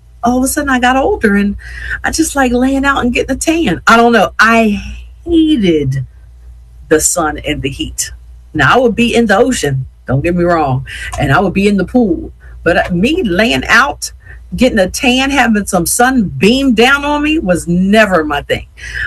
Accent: Yeadon, Pennsylvania, United States; born or raised there

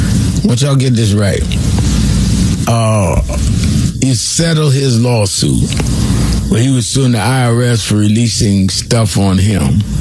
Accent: New York, United States; let me say that many of you know that I grew up in New York as part of the King Movement from when I was 12 years old.

